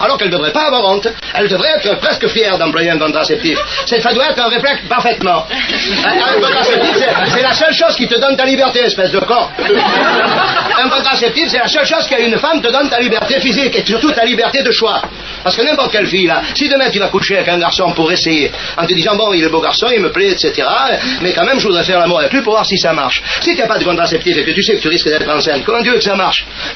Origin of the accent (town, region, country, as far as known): Southern France, France